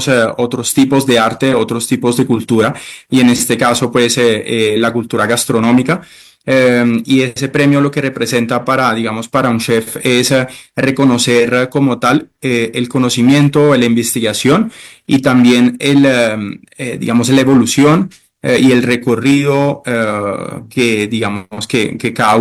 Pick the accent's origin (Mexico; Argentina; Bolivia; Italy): Italy; Campobasso, Molise; now in Colombia; Yo soy de Campobasso, es al sur de Italia, entre a una hora y media de Nápoles y 2 horas de Roma.